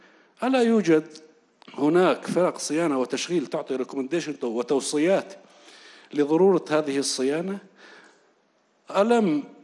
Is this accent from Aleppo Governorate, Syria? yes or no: no; Raqqa, Raqqa Governorate, Syria; لما يتعلق بمدينتي الرقة.